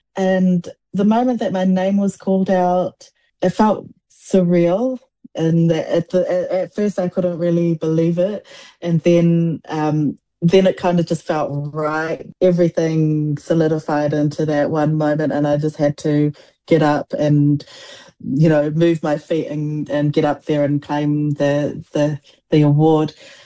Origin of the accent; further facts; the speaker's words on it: New Zealand; first language Samoan; English is a second language; I moved to Aotearoa as a 4-year-old, not knowing a word of English. And Samoan is my first language. And so I have lived this life between two languages.